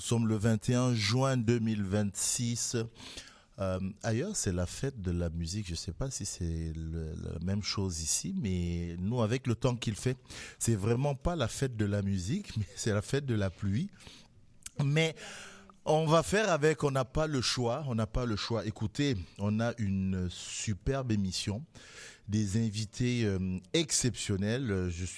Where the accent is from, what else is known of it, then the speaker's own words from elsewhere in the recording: Quebec, Canada; chez nous au Québec